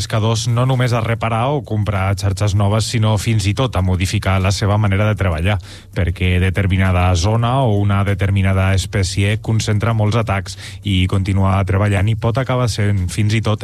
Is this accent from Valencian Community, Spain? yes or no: yes; Castelló, Valencian Community, Spain; now in Tarragona, Spain; jo sóc un noi de Castelló que va arribar a Tarragona per amor al bàsquet